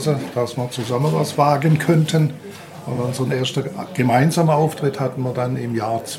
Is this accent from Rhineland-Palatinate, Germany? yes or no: no; Böblingen, Baden-Württemberg, Germany; also born or lived in Sindelfingen; Ich bin gebürtiger Sindelfinger, aufgewachsen in Böblinger und wohne aber in Dagersheim, gehört aber mittlerweile auch zu Böblinger dazu.